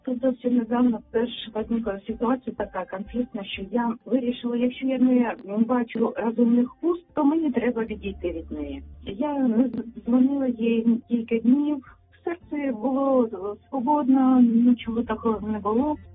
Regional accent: Kharkiv, Kharkiv Oblast, Ukraine; Доброго дня … я з Харкова.

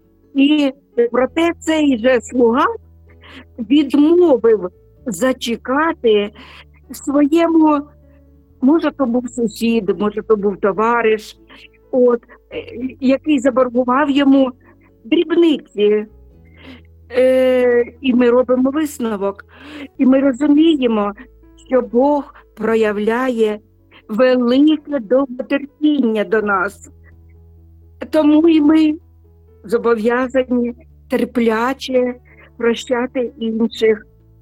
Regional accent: Sumy, Sumy Oblast, Ukraine; Сьогодні в моєму рідному місті Суми об'явлено день жалоби, день скорботи.

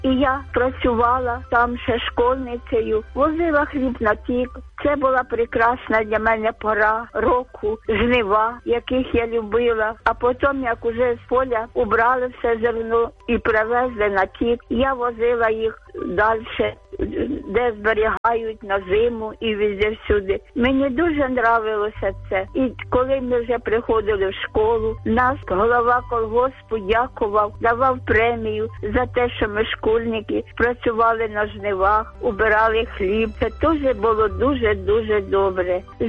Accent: Kyiv, Ukraine; я з Києва, з Оболоні.

